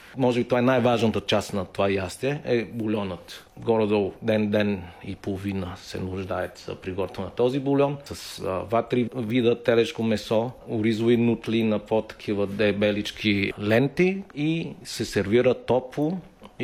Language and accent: Bulgarian; Northern Vietnam, Vietnam; accent: northern dialect; Bulgarian is a second language; now in Bulgaria; И аз като виетнамец, и аз като българин. И нека да не се налага човек да емигрира. Защото тежи на мен като емигрант.